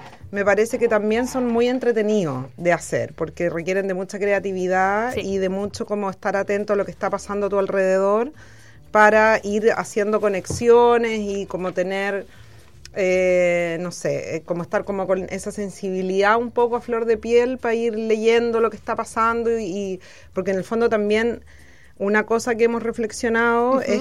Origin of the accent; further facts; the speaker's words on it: Concepción, Biobío, Chile; now in Valparaíso, Chile; yo soy de Concepción